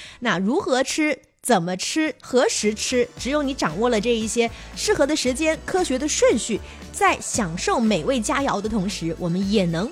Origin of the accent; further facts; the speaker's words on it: Guangdong, China; 我们广东人